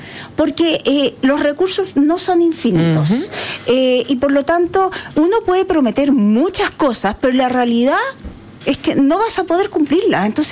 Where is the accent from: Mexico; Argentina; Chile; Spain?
Chile; born there; nosotros nacimos en Chile, la punta del mundo.